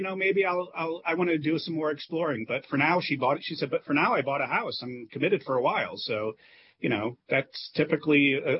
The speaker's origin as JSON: {"language": "English", "region": "Indiana", "country": "United States", "said": "I'm from Indiana, so Noblesville, Indiana has a program, for example."}